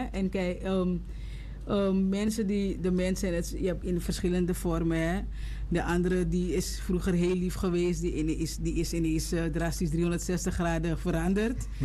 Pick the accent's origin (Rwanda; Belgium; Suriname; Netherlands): Suriname; We zijn Surinamers en we zijn meestal gewend dat alle kinderen zeg maar bemoeienis willen hebben.